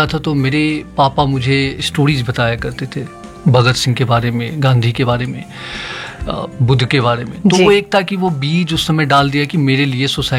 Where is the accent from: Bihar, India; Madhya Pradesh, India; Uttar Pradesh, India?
Bihar, India; now in Delhi, India; मैं जब दिल्ली, मैं बिहार से बिलोंग करता हूँ, मैं जब दिल्ली आया